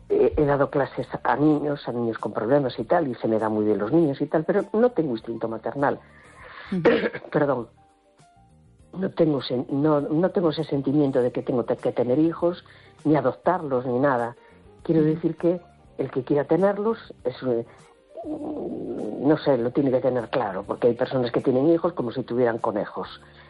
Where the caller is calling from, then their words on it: A Coruña, Galicia, Spain; de la Coruña.